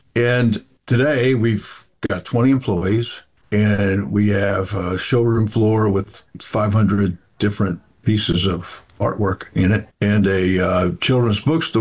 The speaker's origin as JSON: {"language": "English", "region": "Missouri", "country": "United States", "tie": "born or raised there", "moved": "yes", "said": "I have a niece with Down syndrome, and she lives in Missouri in my hometown"}